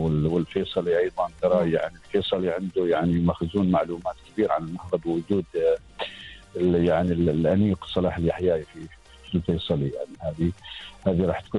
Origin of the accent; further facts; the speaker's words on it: Oman; هنا عندنا في عمان